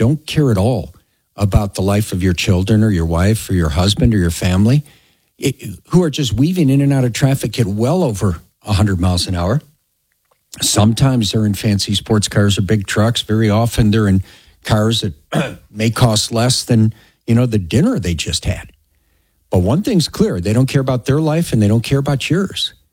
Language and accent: English; Chicago, Illinois, United States; moved away as an adult; now in Colorado, United States; I came here from Chicago. You know, I grew up in Chicago. My dad was a cop.